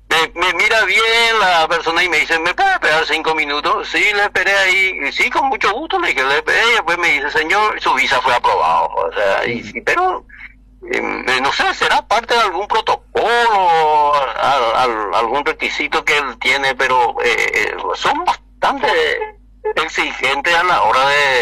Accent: Paraguay; yo soy un legislador paraguayo

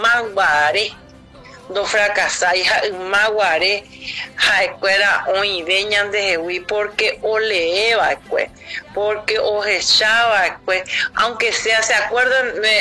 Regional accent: Carapeguá, Paraguarí, Paraguay; born or raised there

